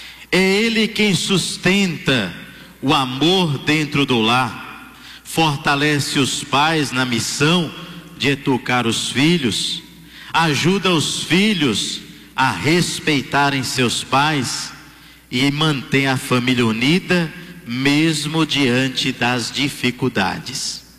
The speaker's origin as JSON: {"language": "Portuguese", "town": "Tanque Novo", "region": "Bahia", "country": "Brazil", "tie": "born or raised there", "moved": "as an adult", "lives_now": "Jacaraci, Brazil", "said": "sou natural de Tanque Novo"}